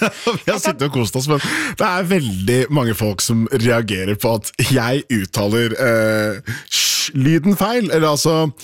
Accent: Oslo, Norway; Og så må jeg bare si at det er bare nevne at for meg så er det sosiolekt. Jeg er fra Haugenstua i Oslo

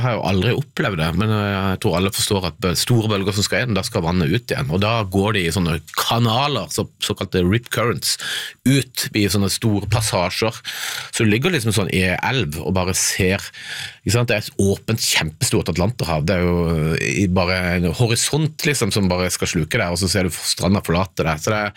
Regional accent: Southern Norway, Norway; Nei, jeg tenker jo at jeg er fra Sørland, jeg kan svømme som en fisk

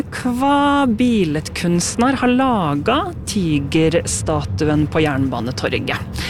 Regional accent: Kviteseid, Vestfold and Telemark, Norway; det fulle navnet på den, for jeg er fra Kvitsøy i Vest-Telemark.

